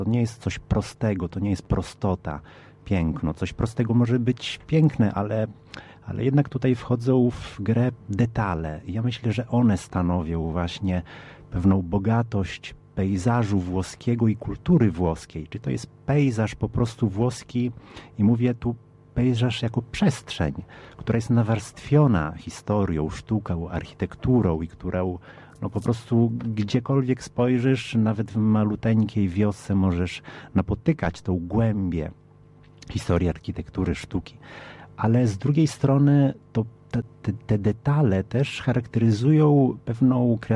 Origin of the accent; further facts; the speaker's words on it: Italy; jako Włoch, jako Polak, który urósł we Włoszech